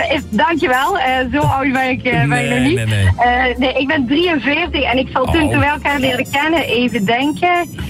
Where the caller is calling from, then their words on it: Belgium; Ik als Belg was daar met mijn ouders op vakantie.